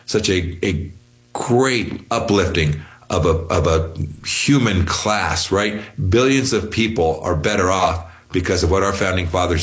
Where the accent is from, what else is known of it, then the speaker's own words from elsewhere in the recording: Kansas, United States; And in Michigan, right? I'm from Kansas.